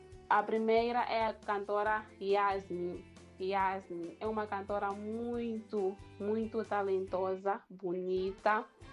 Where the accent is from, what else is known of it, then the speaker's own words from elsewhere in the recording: Inhambane, Mozambique; Ah, eu sou da cidade de Inhambane, bairro Moelé 1.